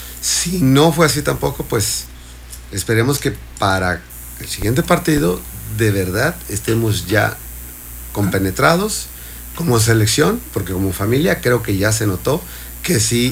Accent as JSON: {"language": "Spanish", "country": "Mexico"}